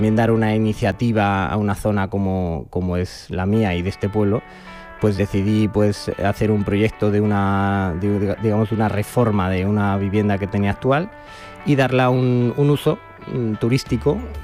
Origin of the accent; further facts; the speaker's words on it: Madrid, Community of Madrid, Spain; born there; yo nací en Madrid y los dos primeros años de mi vida pues viví en Madrid con mi familia